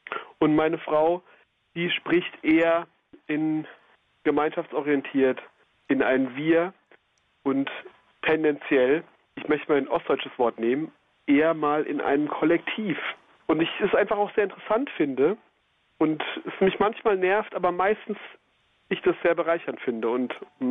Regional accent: Hesse, Germany; now in Brandenburg, Germany; Denn ich als alter Wessi, in Anführungszeichen, spreche manchmal mehr für mich, für meine Autonomie

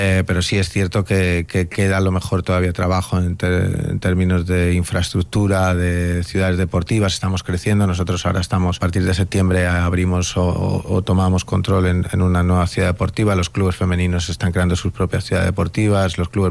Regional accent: Spain

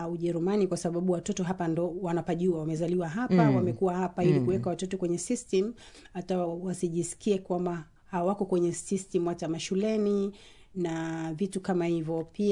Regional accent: Tanzania; moved away as an adult; now in Germany; si tunatoka Tanzania

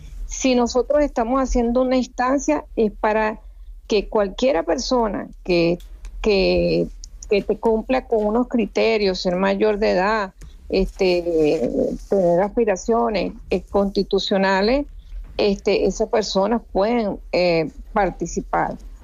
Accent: Venezuela; moved away as an adult; yo soy una mujer exiliada que fue criminalizada como con 5 delitos

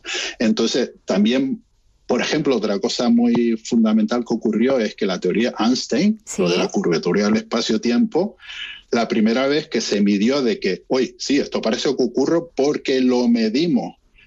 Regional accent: Canary Islands, Spain; accent: Canarian; now in Norway; Bueno, verán en mi tono que soy canario, pues soy un canario uh-huh. emigrado al polo desde hace, pues llevo aquí desde 11 años.

